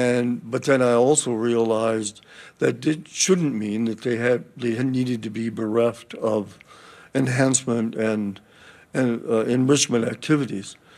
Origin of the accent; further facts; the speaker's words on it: Ohio, United States; now in Pacific Northwest, United States; When I first moved to Pacific Northwest, I'm from Ohio originally